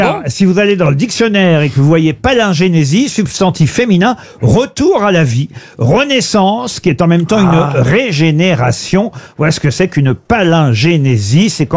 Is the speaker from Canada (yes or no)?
no; Le Havre, Normandy, France; Non, je suis du Havre, pas déviant.